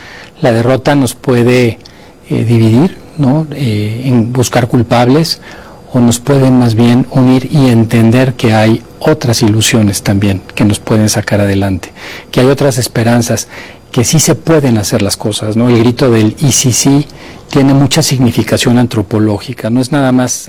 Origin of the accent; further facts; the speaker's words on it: Mexico; somos mexicanos y eso lo tenemos muy claro